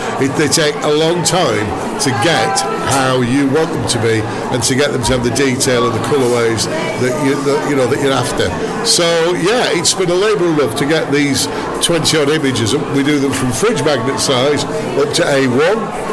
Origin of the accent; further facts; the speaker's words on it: Dewsbury, Yorkshire and the Humber, United Kingdom; moved away; Born and bred in Dewsbury, and I'm 70 next week.